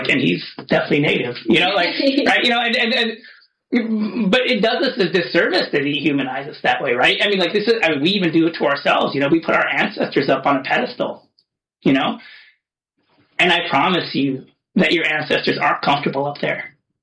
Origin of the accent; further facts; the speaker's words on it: United States; being an American